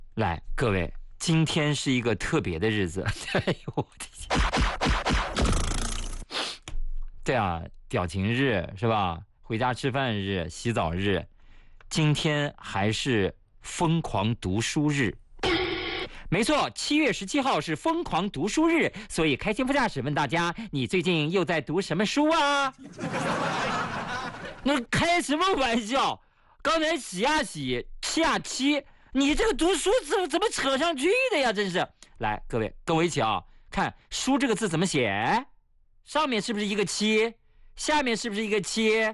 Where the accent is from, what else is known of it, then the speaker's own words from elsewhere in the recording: Shanxi, China; 我们山西人